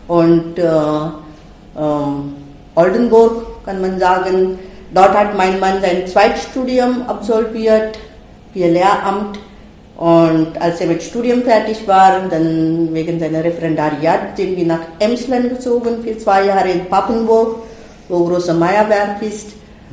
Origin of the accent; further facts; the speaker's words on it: Mumbai, Maharashtra, India; German is a second language; moved away as an adult; also born or lived in Vechta, Germany; now in Görlitz, Germany; Ich bin in Indien geboren und ich bin auch dort aufgewachsen. Ich war 24 Jahre alt und ich bin hier geheiratet mit einem Lateinlehrer und ich bin 1990, so etwa